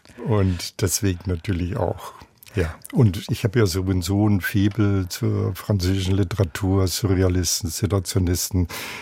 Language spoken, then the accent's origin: German; Nuremberg, Bavaria, Germany; accent: Franconian; now in Berlin, Germany; Ich komme ja aus Nürnberg, Franken also quasi, und die Franken verwechseln ja immer die Konsonanten D und T